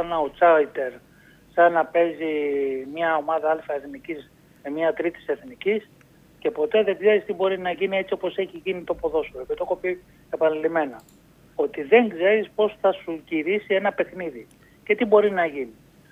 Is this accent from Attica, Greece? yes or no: yes; Aigaleo, Attica, Greece; born there; Εγώ γεννήθηκα στο Εγάλαιο, εντάξει.